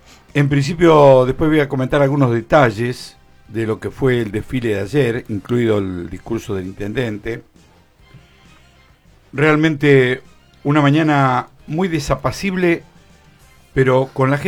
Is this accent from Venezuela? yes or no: no; Argentina